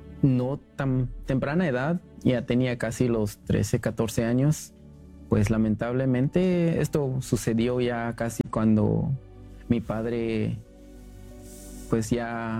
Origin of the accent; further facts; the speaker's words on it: Guatemala; soy de Guatemala